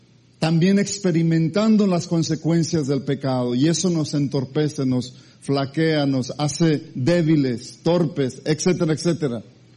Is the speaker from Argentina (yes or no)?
no; Mexico; now in United States; soy mexicano, me gustan las enchiladas, los chiles rellenos.